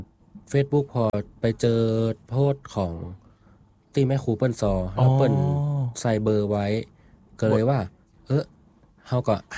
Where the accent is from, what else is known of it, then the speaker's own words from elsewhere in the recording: Chiang Saen, Chiang Rai, Thailand; born there; moved away; also born or lived in Lampang; บ้านเกิดอยู่เชียงไฮ้ครับอยู่อำเภอเจียงแสน